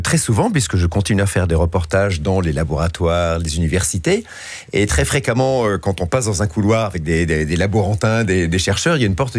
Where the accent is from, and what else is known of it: Biarritz, Nouvelle-Aquitaine, France; born there